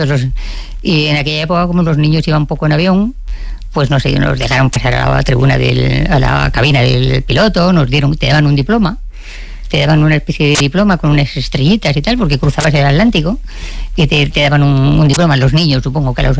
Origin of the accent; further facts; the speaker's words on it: Madrid, Community of Madrid, Spain; Pues una relación escasa porque yo soy de Madrid, entonces no soy nacida cerca del mar.